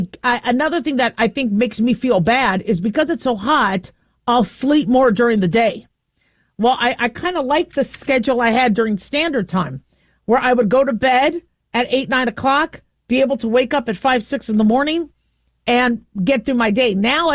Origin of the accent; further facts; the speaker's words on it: United States; born there; also born or lived in Phoenix, Arizona / Las Vegas, Nevada; I grew up in Phoenix and Las Vegas, and so summer was really, really hot, right?